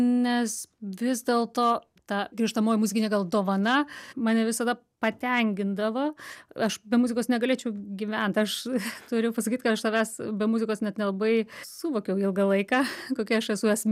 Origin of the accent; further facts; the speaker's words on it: Pasvalys district, Panevėžys County, Lithuania; now in Germany; Nors aš gimiau taip pačiam Pasvalyje, tie patys pirmieji meteliai buvo miestelėje pačiame, o tada jau pavykus susigražinti mano senelių statytus namus, mes išsikrausim jau į Tetervinus.